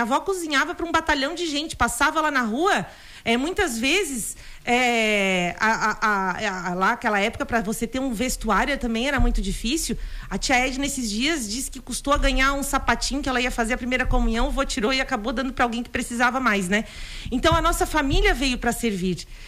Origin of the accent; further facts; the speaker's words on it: São Miguel do Oeste, Santa Catarina, Brazil; born there; E quando eu nasci, eu já nasci em São Miguel do Oeste. O pai já estava transferido, né? Então, assim, a gente foi crescendo.